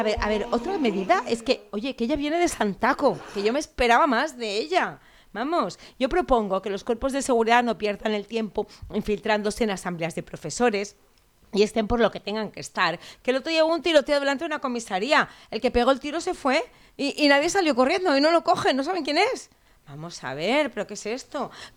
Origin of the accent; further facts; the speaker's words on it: L'Hospitalet de Llobregat, Catalonia, Spain; Yo me crié en Hospitalet de los 70 y de los 80